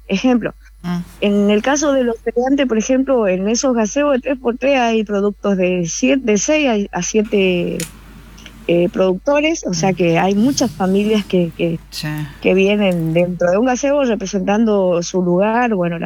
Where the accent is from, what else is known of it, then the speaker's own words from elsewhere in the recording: Ituzaingó, Corrientes, Argentina; Soy de Ituzaingó.